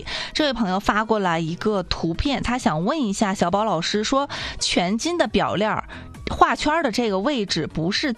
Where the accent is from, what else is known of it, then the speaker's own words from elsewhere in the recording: Liaoyuan, Jilin, China; 因为我老家不是辽源的嘛